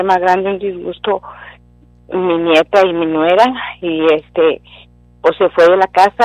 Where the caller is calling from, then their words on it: Brownsville, Texas, United States; de Brownsville.